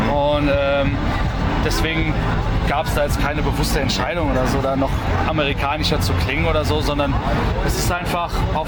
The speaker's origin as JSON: {"language": "German", "region": "Saarland", "country": "Germany", "said": "Also wir sind ja aus dem Saarland"}